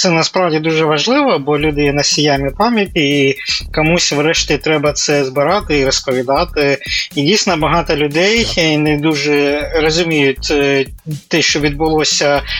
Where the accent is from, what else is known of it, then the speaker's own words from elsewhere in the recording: Rovenky, Luhansk Oblast, Ukraine; moved away; Я родом з Луганщини